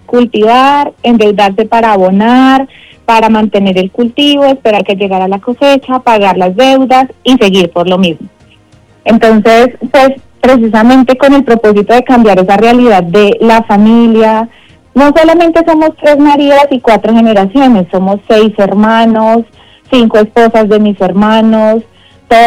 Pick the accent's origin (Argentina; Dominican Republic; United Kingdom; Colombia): Colombia; Rovira, Tolima; este cultivo siempre había llegado al pueblito donde nosotros somos de Rovira, Tolima